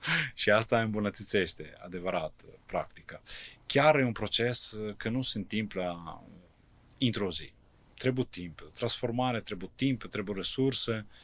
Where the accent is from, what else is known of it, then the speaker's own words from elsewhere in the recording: Italy; Romanian is a second language; now in Chișinău, Moldova; eu vă spun ca italian